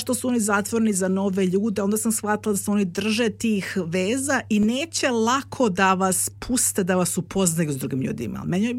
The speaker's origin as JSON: {"language": "Serbian", "region": "Belgrade", "country": "Serbia", "tie": "born or raised there", "said": "ja sam odrasla u Brogledu na Petlom brdu, koga briga sad Petlom brdu, mislim, na kraj sveta"}